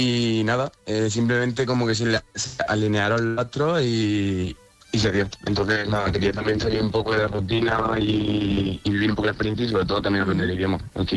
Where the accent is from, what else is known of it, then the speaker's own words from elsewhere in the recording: Bigastro, Valencian Community, Spain; Sí, yo soy de Bigastro.